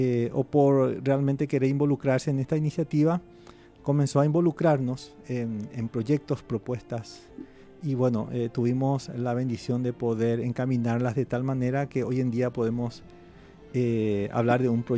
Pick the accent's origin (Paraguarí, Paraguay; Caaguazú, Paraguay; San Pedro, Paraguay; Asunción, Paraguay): Paraguarí, Paraguay; Carapeguá; moved away; en Carapeguá, de donde yo soy oriundo.